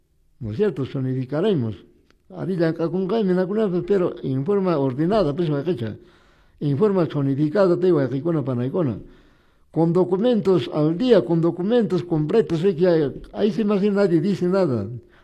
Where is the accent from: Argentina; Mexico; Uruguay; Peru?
Peru; Cusco; Porque somos del Perú. Somos del Perú, de la provincia de Chumbivilcas, amigos oyentes.